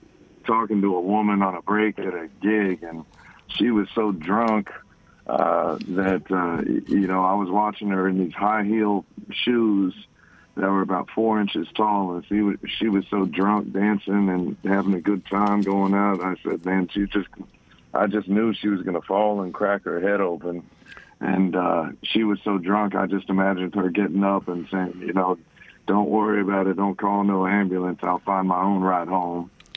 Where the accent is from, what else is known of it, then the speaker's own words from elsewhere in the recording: Orlando, Florida, United States; born there; moved away as an adult; now in Tampa, United States; I was born in Orlando. I moved to Tampa when I was about 23, I think.